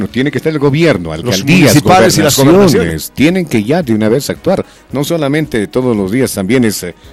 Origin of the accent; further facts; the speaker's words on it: Bolivia; somos bolivianos, decimos, no, nosotros somos bolivianos, el pueblo.